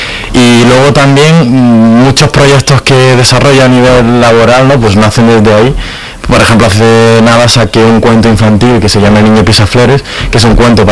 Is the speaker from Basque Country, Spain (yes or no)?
no; Andalusia, Spain; yo... que soy de Andalucía y que pertenecía a la Asociación 22 Cuida Andalucía